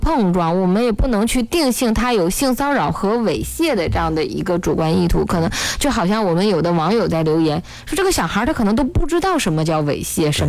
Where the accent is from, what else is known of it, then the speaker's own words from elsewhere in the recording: Northeast China, China; 如果要是说用我们东北话哈，可能就是扒拉了一下。